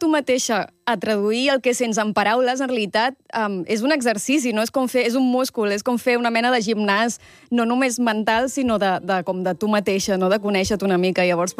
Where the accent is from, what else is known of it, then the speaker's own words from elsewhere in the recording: Premià, Catalonia, Spain; Doncs em dono treva aquest estiu tornant a Premià, al meu poble, i recordant que hi ha platja